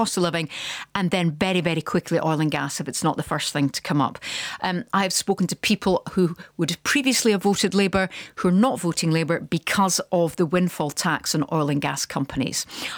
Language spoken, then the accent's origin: English; Aberdeen, Scotland, United Kingdom; I'm from Aberdeen. I know how rooted the city is in oil and gas